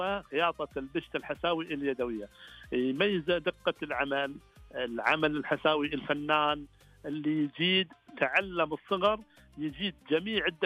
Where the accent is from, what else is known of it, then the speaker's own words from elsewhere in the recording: Saudi Arabia; حنا عندنا في السعودية